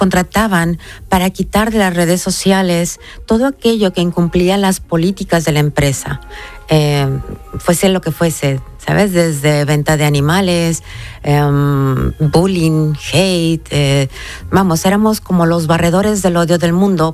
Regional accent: Mexico

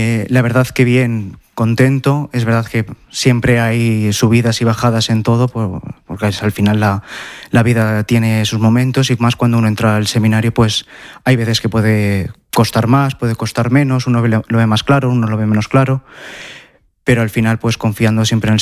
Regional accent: Madrid, Community of Madrid, Spain; born there; Sí, mi abuela es de un pueblo de Toledo, de Otero, aunque bueno, yo nací en Madrid y toda mi familia es de Madrid.

